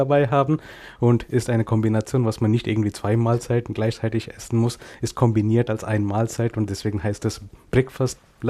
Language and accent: German; Karnataka, India; first language Kannada; German is a second language; Muttersprache heißt Kanada, genau wie das Land Kanada